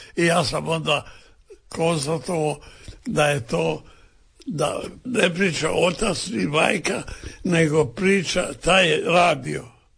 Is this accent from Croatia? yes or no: yes; Premantura, Istria County, Croatia; ja sam hrvatski narodnjak, rodom iz Istre, iz Premanture.